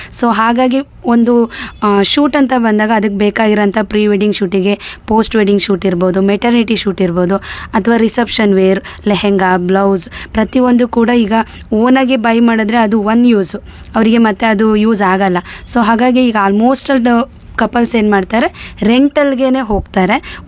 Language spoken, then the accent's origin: Kannada; Muttinakoppa, Karnataka, India; moved away as an adult; now in Shivamogga, India; ನಾನು ಬಂದ್ಬಿಟ್ಟು N R ಪುರ ಅಂತ, ಮುತ್ತಿನಕೊಪ್ಪ ನಮ್ಮ ನೇಟಿವು, ನನ್ನ ತವ್ರ ಮನೆ. ನನ್ನ ಮ್ಯಾರೇಜ್ ಶಿವಮೊಗ್ಗದಲ್ಲಿ ಮಾಡಿಕೊಟ್ರು. ಸೊ ಅವಾಗಿಂದ ಇಲ್ಲೇ ಶಿವಮೊಗ್ಗದಲ್ಲೇ ಸ್ಟೇ ಆಗಿದ್ದೀನಿ.